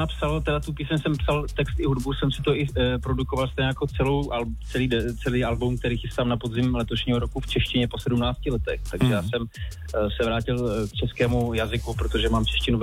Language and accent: Czech; Moravia, Czechia; ale vzhledem tomu, že jsem z Moravy, jo